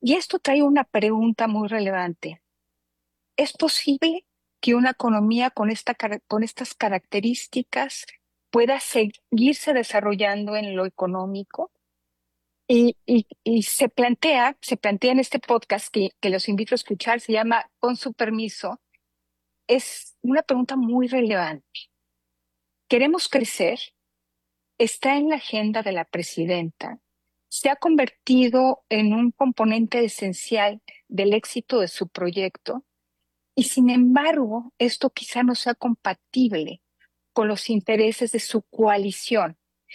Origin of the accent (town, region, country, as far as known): Mexico